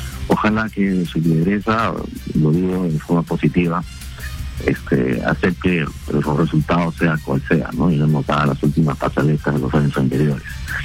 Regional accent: Peru; somos peruanos, somos hermanos, a seguir adelante nomás.

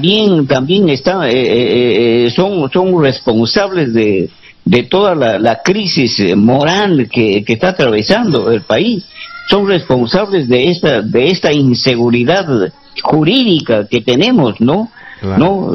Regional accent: Lamud, Amazonas, Peru; born there; él estuvo de alcalde de mi tierra, la tierra que me vio nacer. Yo soy de nacimiento lamudino, en Lamu.

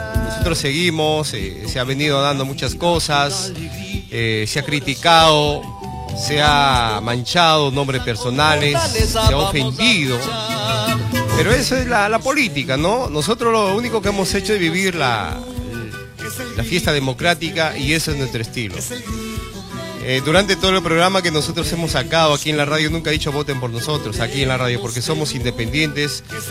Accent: Quiruvilca, La Libertad, Peru; Gracias, mi pueblo lindo de Quiruilca.

